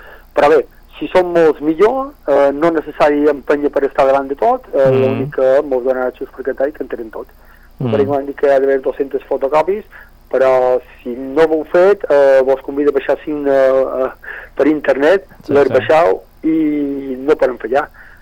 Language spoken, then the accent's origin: Catalan; Mallorca, Balearic Islands, Spain